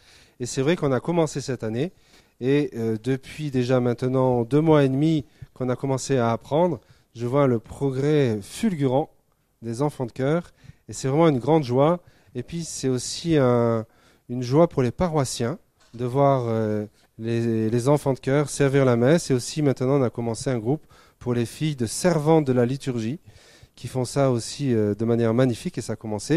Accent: Provence-Alpes-Côte d'Azur, France; J'ai grandi dans une très belle région qui s'appelle la Provence, dans le sud de la France.

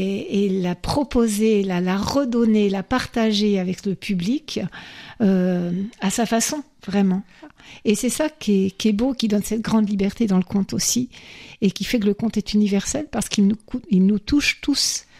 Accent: Lorient, Brittany, France; moved away; also born or lived in south of France; je suis née à Lorient, j'ai grandi à Lorient et j'ai fait le choix de revenir vivre en Bretagne il y a 7 ans

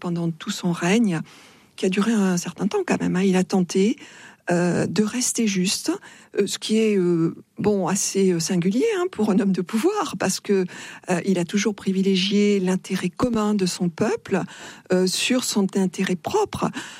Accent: Occitanie, France; now in Paris, France; Je suis parisienne, je suis originaire du Tarn, mais parisienne maintenant. Et puis je retourne dans le Tarn, je retourne à mes racines.

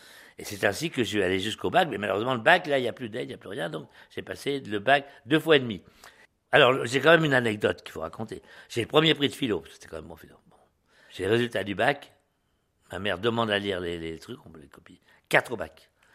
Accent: Annecy, Auvergne-Rhône-Alpes, France; born there; Je suis au Quai Jules Philippe, à l'école du Quai Jules Philippe

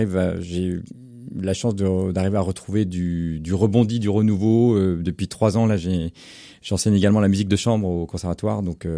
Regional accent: Bourgogne-Franche-Comté, France; moved away as an adult; also born or lived in Dijon / Paris region; now in Angers, France; Je viens de Saône-et-Loire, en fait, de Bourgogne. Et j'ai fait mes études ensuite au conservatoire de Dijon.

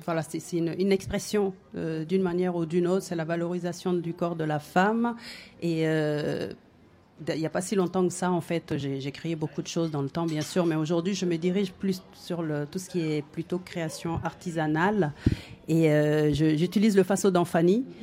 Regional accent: Burkina Faso; now in Paris, France; je suis burkinabé, je reprends mon identité

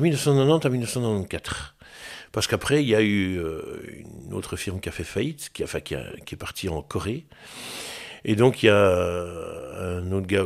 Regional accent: Jumet, Wallonia, Belgium; also born or lived in Gosselies / Marcinelle; Je suis né à Gosselies. Et donc, j'ai vécu à Jumet pendant une bonne vingtaine d'années. Puis, je suis arrivé à Marcinelles.

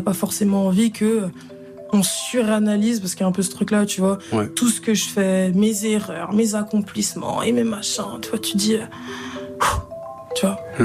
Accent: DR Congo; also born or lived in Paris, France; Ouais, je suis congolaise.

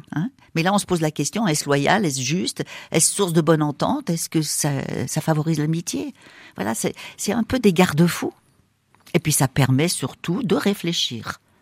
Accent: France; Alors on dit « Oui ».

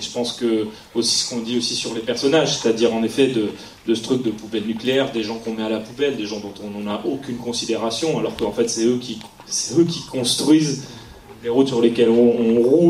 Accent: Grand Est, France; j'ai grandi en Haute-Marne, j'ai grandi juste à côté de Saint-Dizier.

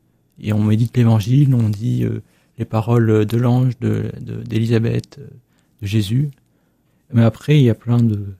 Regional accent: Limoges, Nouvelle-Aquitaine, France; j'ai 19 ans, j'habite à Limoges, j'ai toujours habité à Limoges.

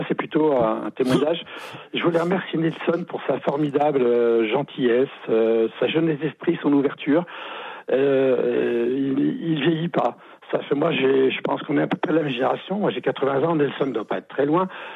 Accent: Auvergne-Rhône-Alpes, France

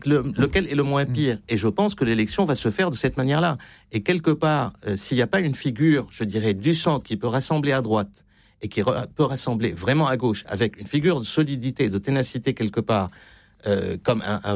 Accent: France; on a un peut manger notre chapeau aussi en tant que Français.

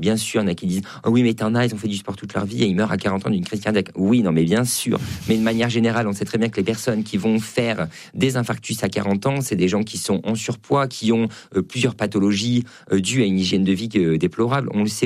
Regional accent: Auvergne-Rhône-Alpes, France; Moi, je viens d'Auvergne, c'est très très beau.

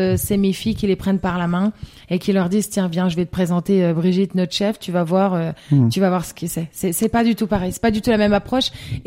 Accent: Grand Est, France; Alors non, parce qu'on est des Vosges, donc elles partent chez papy, mamie

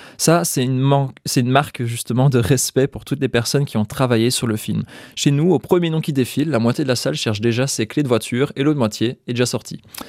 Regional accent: Liège, Wallonia, Belgium; Le son, en tant que bon liégeois, le son, il va quand même fort.

